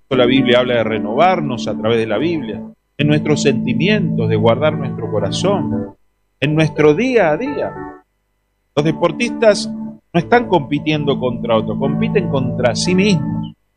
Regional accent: Argentina; moved away; que nosotros somos peleadores. Yo me di cuenta, hermano, viviendo afuera, el argentino quizá se curte desde chico.

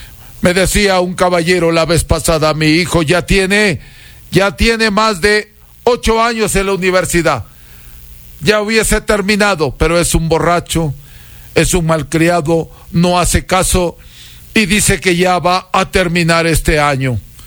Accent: Huancabamba, Piura, Peru; now in Salcedo; soy el mejor chamán de América, huancabambino, peruano

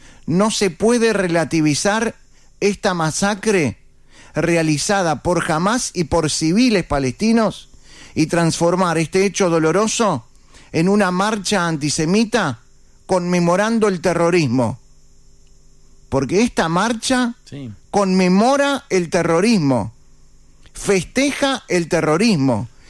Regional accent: Uruguay; Este es el detalle que hay que prestar atención. Somos uruguayos.

